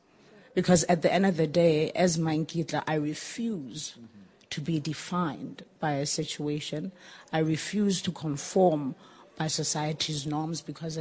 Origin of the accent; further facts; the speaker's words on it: South Africa; now in Cape Town, South Africa; as a South African, I've always been fighting for my rights in my own country. And from a diaspora perspective, I grew up as an international student. So this moment is very emotional to me because I lived abroad my entire life, moved to South Africa in 2004, went to Cape Town.